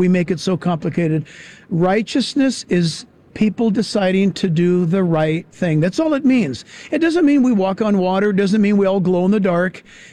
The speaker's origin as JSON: {"language": "English", "region": "California", "country": "United States"}